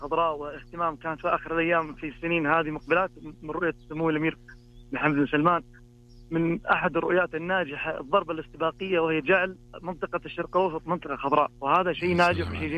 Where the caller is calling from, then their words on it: Taif, Makkah Province, Saudi Arabia; أسلمكم من الطائف أنا.